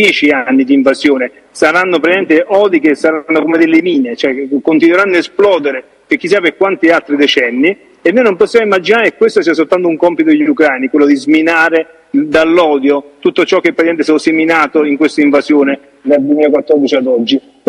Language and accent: Italian; Benevento, Campania, Italy; Io vengo da Benevento, dalla Campania, e lì sappiamo perfettamente che le ultime elezioni regionali abbiamo visto votare meno del 45% degli elettori della regione Campania.